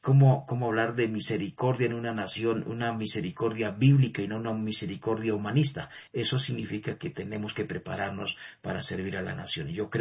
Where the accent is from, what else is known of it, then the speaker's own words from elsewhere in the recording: Colombia; Y nosotros creo que como colombianos debemos, más que concebir, qué sé yo, una religión o un credo